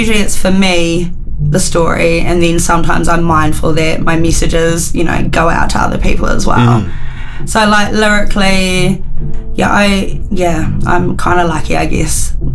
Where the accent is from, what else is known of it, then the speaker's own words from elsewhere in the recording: Christchurch, Canterbury, New Zealand; also born or lived in Lincoln, New Zealand; I grew up here in Ototahi. I was born in Lincoln, but I've been raised here in Christchurch.